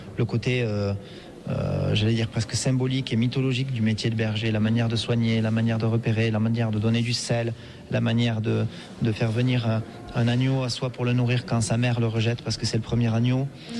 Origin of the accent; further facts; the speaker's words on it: Campan Valley, Occitanie, France; born there; moi je suis originaire de la vallée de Campan.